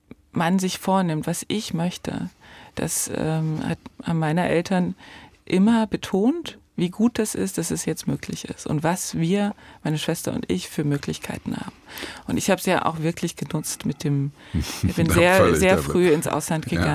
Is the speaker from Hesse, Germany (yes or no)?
no; Frohburg, Saxony, Germany; born or raised there; moved away